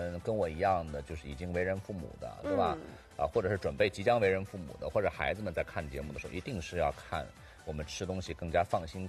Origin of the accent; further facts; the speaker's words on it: Shanghai, China; 我们上海人